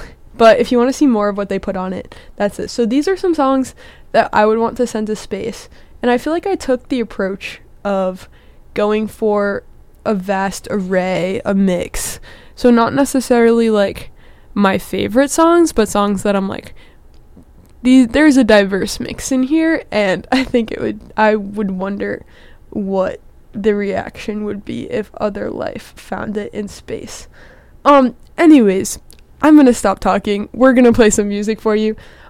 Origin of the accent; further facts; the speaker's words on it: Massachusetts, United States; I'm from Massachusetts, if you didn't know